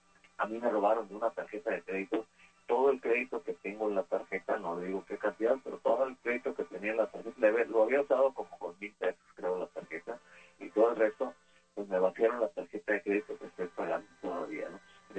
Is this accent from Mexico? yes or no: yes; Mexico; todos los mexicanos